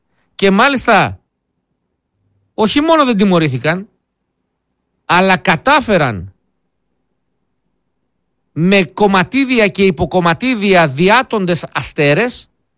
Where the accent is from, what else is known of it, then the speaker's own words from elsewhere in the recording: Pyrgos Dirou, Peloponnese, Greece; Αγωνιστικούς χαιρετισμούς στην πατρίδα μου, εκεί κάτω στη μακρινή Μάνη.